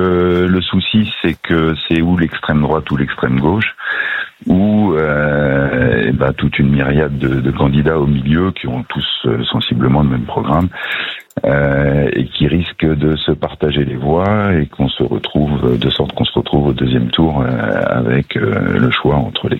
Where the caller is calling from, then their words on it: Nouvelle-Aquitaine, France; Je suis en Gironde.